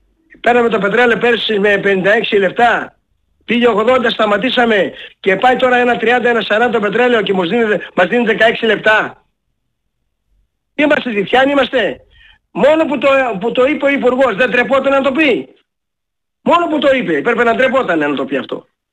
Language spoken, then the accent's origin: Greek; Aegean islands, Greece; Θέλουμε να επιβιώσουμε στα νησιά μας σαν νησιώτες.